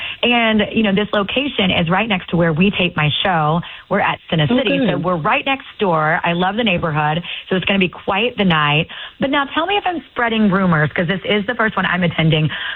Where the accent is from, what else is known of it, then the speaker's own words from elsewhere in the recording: Oklahoma, United States; One, because I grew up in Oklahoma and we didn't have ballet companies quite like this.